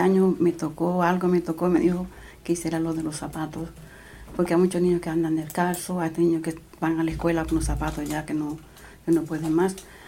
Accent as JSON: {"language": "Spanish", "country": "Dominican Republic", "said": "Soy dominicana."}